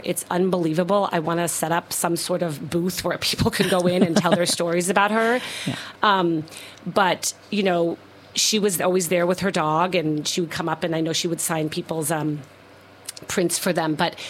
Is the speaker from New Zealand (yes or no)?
no; Portland, Oregon, United States; we are from Portland, Oregon